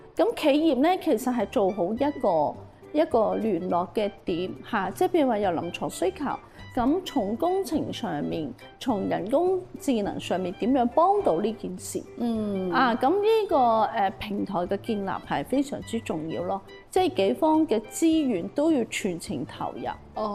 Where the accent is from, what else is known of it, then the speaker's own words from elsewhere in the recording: Macau; moved away; 身為澳門人